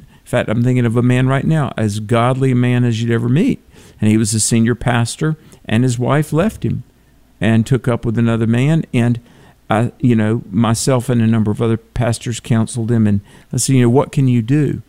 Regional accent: Bible Belt, United States; growing up in the Bible Belt, I always heard preachers say

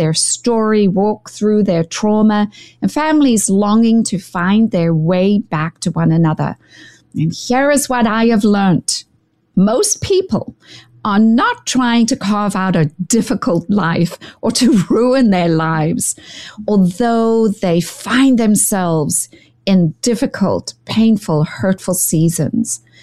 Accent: South Africa; born or raised there

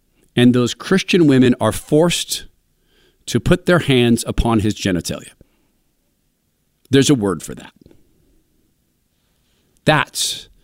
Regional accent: Indiana, United States; And that's in my home state of Indiana, St. Joseph County.

